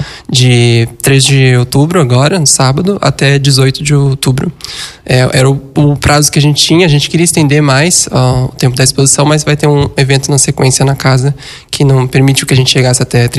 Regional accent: São Paulo, Brazil; moved away as an adult; now in Rio Grande, Brazil; eu mesmo não sou daqui, sou de São Paulo, mas moro aqui há 10 anos

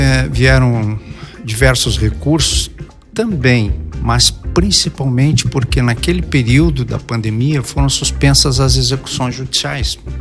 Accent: Porto Alegre, Rio Grande do Sul, Brazil; moved away as an adult; now in Rio Grande, Brazil; Fui executivo, sou de Porto Alegre, vim para Rio Grande para atuar no Grupo Guanabara

